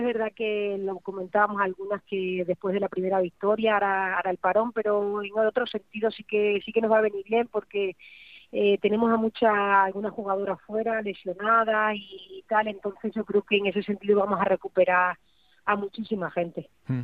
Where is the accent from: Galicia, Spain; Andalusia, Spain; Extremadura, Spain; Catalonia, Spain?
Extremadura, Spain; Badajoz